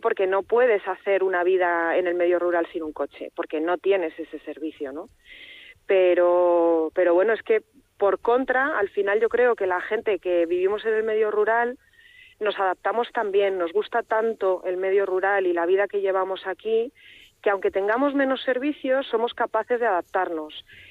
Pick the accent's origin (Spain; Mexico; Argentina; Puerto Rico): Spain; Castile and León; Entonces, yo soy una gran afortunada sí. del medio rural en Castilla y León.